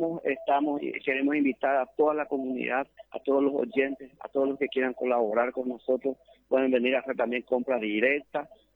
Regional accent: Paraguay; nuestros padres, nuestros abuelos son guaraní hablantes, nosotros mismos, ¿sabe? Yo soy de la campaña, yo soy de Colonia 14 de Mayo, el fondo de Capillita

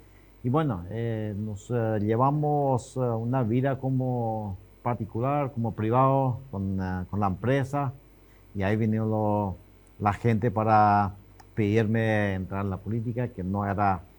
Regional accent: Loma Plata, Boquerón, Paraguay; mis padres también. Son nacidos los dos en Loma Plata, igual como yo, en el departamento de Boquerón. Así que somos chaqueños puros

